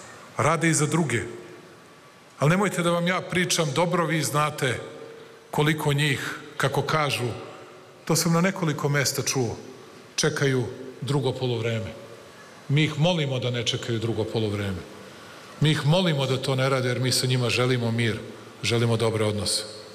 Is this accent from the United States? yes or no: no; Belgrade, Serbia; born there; Ja nisam srbijanac, iako sam rođen u Beogradu i Srbiji.